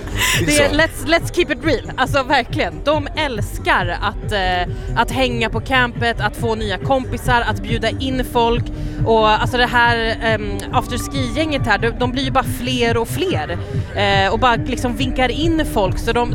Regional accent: Sweden; som svensk musikkritiker.

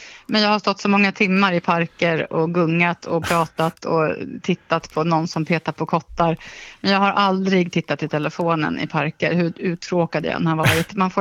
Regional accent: Eskilstuna, Södermanland, Sweden; now in Stockholm, Sweden; jag är från Eskilstuna från början, jag flyttade till Stockholm för 30 år sedan. Jag är i Eskilstuna ibland

